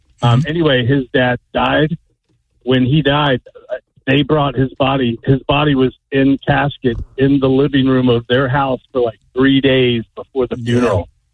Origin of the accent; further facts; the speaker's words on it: Scotland, United Kingdom; Well, we're Scottish, but yeah, it probably is. We're Scottish, but yeah, pretty crazy.